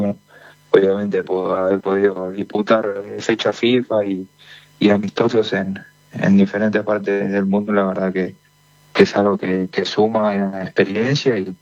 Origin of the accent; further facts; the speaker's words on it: Mar del Plata, Buenos Aires Province, Argentina; Yo soy de Mar del Plata.